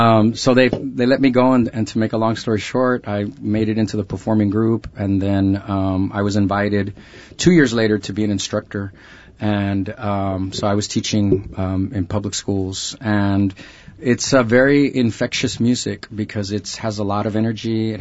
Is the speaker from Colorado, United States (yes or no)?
no; San Antonio, Texas, United States; moved away; But I'm from Texas originally. I'm from the city of San Antonio.